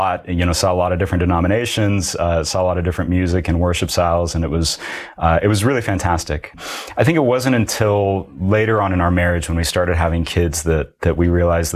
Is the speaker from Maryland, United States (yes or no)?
no; Las Vegas, Nevada, United States; I was born and raised in the Assemblies of God in Las Vegas, Nevada. I came from a very religious family, religious upbringing, very Pentecostal.